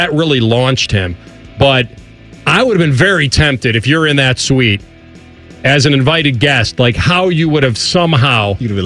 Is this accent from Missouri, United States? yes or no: no; Illinois, United States; Because Risky Business was made in my hometown, most of the entire movie, the downtown shots in Chicago, the going around the suburb, the whole deal.